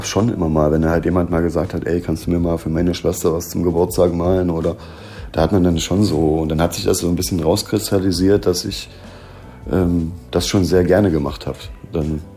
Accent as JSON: {"language": "German", "town": "Greiz", "region": "Thuringia", "country": "Germany", "tie": "born or raised there", "said": "ich bin im Osten groß geworden, bei uns in so einer kleinen Stadt. Ich komme aus Greiz."}